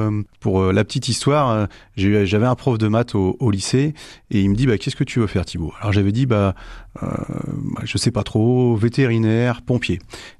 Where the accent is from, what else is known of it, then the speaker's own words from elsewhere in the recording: Pays de la Loire, France; moved away as an adult; also born or lived in Paris; j'ai choisi de revenir dans ma région natale qui était le Maine-et-Loire.